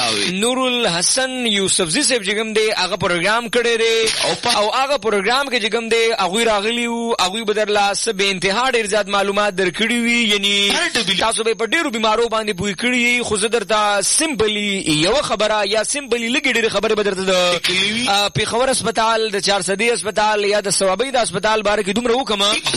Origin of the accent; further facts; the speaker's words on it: Peshawar, Khyber Pakhtunkhwa, Pakistan; صرف څنګه زه خپل د پیښور یم او دې وخت کې په پیښور خار کې یم